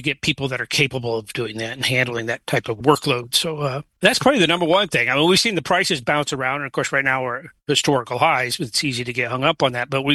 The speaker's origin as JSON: {"language": "English", "region": "Nebraska", "country": "United States", "tie": "born or raised there", "said": "So I grew up in Western Nebraska on a cattle and wheat farm."}